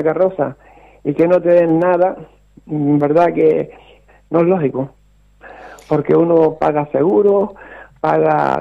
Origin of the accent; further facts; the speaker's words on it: Santa Cruz de Tenerife, Canary Islands, Spain; born there; A la romería que yo voy es a la de mi pueblo, que es Valle Seco.